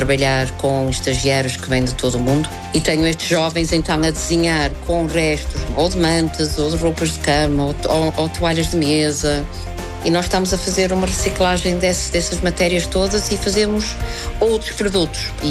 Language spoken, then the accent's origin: Portuguese; South Africa; now in Portugal; Eu sou sul-africana, portanto eu estou em Portugal há 32 anos, que adoro Portugal e considero Portugal a minha casa, não é?